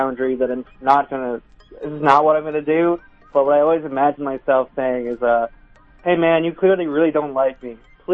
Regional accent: New York, United States; now in Eugene, United States; I'm from New York, but I live in Eugene, Oregon, so it's maybe a little bit of a cultural difference

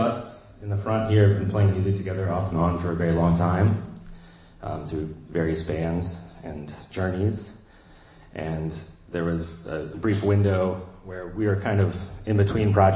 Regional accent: Chapel Hill, North Carolina, United States; moved away; my hometown of North Carolina, Chapel Hill.

